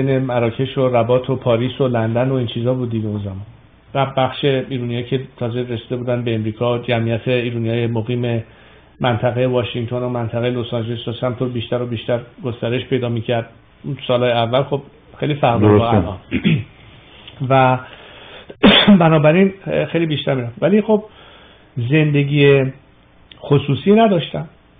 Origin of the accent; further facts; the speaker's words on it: Iran; من قبل از همه میگم به عنوان یک ایرانی حق من هست و وظیفه